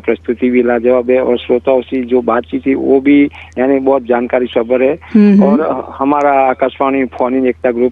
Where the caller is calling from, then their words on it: Der, Patan district, Gujarat, India; मैं गुजरात से आपका नियमित श्रोता … मेरा गांव का नाम है डेर, तहसील जिला पाटन।